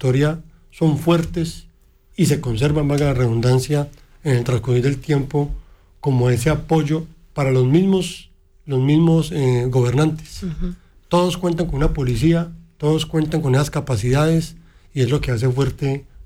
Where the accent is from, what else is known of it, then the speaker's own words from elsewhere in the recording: Coffee Axis, Colombia; Yo soy colombiano, soy de una zona del eje cafetero en Colombia, uh-huh, un país que internamente ha sido marcado por temas de violencia, uh-huh, hace mucho tiempo